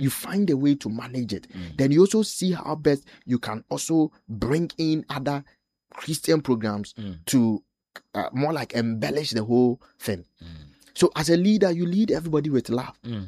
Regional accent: Dadiase, Ashanti, Ghana; born there; I think I was born in the Ashanti region, specifically Dadiase. Which is in Mampong Nsuta. Yeah. So those of you know Mampong Bonkrum Nsuta. Yeah, that was where I was born.

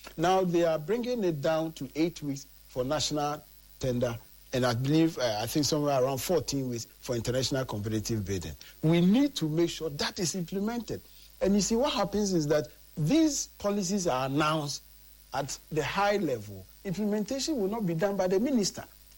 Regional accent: Ashanti, Ghana; I'm also from Ashanti region.

